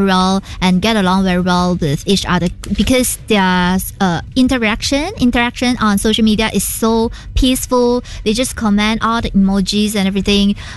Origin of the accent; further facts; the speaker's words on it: Malaysia; Yeah, and also, I think as a Malaysian, the abbreviation will be quite hard for us to decode because it can be a Malay and it can be an English abbreviation.